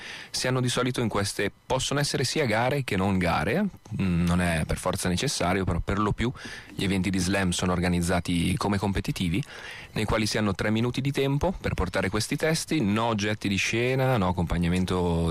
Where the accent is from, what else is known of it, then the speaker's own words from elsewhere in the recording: Fiesco, Lombardy, Italy; Arrivo da Fiesco, che è un piccolo paesino vicino a Castelleone, Crema, per chi dovesse riuscire a identificare questo puntino sulla mappa.